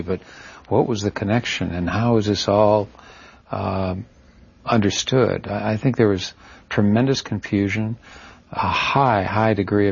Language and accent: English; Aberdeen, South Dakota, United States; the local police department in my hometown of Aberdeen, South Dakota, picked up my mother